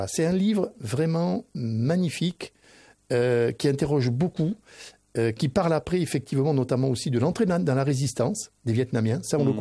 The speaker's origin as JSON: {"language": "French", "town": "Bergerac", "region": "Nouvelle-Aquitaine", "country": "France", "tie": "born or raised there", "said": "Et je me souviens, moi, quand j'étais gamin, à l'école à Bergerac, j'avais, on va terminer là-dessus, j'avais une copine en classe, en CE2"}